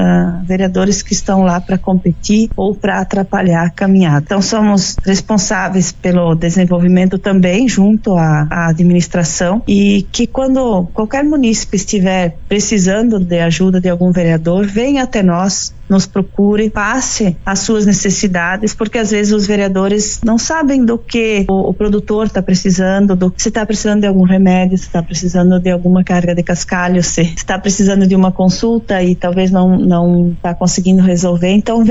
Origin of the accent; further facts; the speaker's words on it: Iporã do Oeste, Santa Catarina, Brazil; born there; now in Descanso, Brazil; aos iporãoestinos, né? A minha cidade natal, o qual tenho um grande carinho.